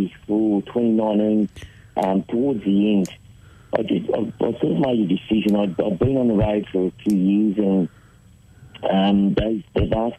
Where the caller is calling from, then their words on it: Tamworth, New South Wales, Australia; In Tamworth, mate, yeah.